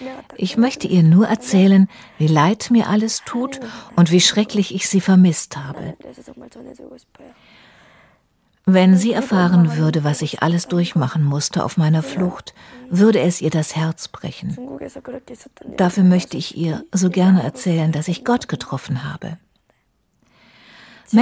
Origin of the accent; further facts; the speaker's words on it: North Korea; German is a second language; Meine ganze Haltung zu Nordkorea ist anders geworden. Früher konnte ich nur mit Widerwillen an mein Heimatland denken.